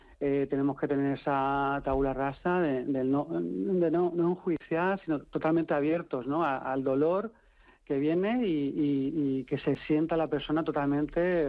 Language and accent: Spanish; Orihuela, Valencian Community, Spain; desde que mi padre me llevaba... a los distintos videoclubs de la zona de la Vega Baja, porque yo nací en Orihuela.